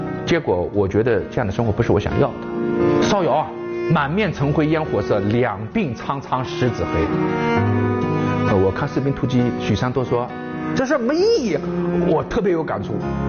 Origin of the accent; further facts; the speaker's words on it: Wuzhen, Zhejiang, China; 因为我的家乡乌镇曾经非常落后，然而乌镇在那时候最落魄的时候，的确乌镇还是保留了很多的图书室，也有很多的电影院。我外婆家跟茅盾家很近啊，不到50米。